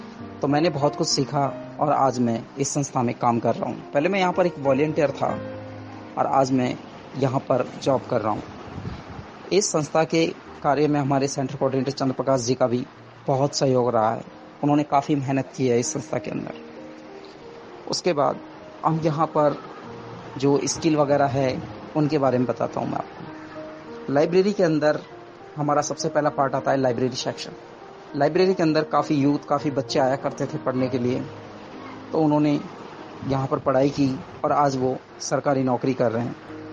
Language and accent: Hindi; Gijgarh, Rajasthan, India; born or raised there